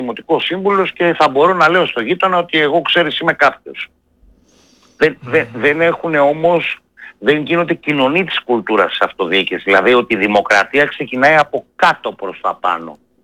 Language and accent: Greek; Aliveri, Central Greece, Greece; moved away; also born or lived in Dafni, Athens; στην ιδιαίτερη πατρίδα μου στην Εύβοια, στο Αλιβέρι